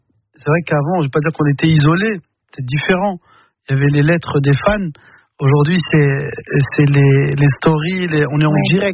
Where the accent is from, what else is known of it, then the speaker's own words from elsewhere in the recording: Mantes-la-Jolie, Île-de-France, France; je viens de Mantes-la-Jolie, d'un milieu ouvrier. On n'avait pas tous les codes